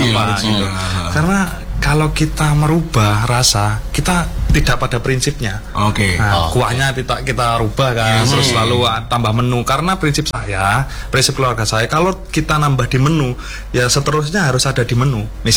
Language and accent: Indonesian; Malang, East Java, Indonesia; also born or lived in Wonogiri; Tapi kalau dari kecil memang sekolahnya di Malang.